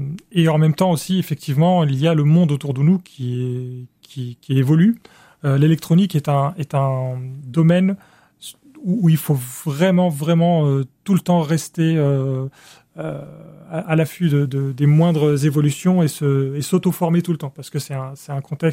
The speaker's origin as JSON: {"language": "French", "town": "Cairo", "region": "Cairo Governorate", "country": "Egypt", "tie": "born or raised there", "lives_now": "Limoges, France"}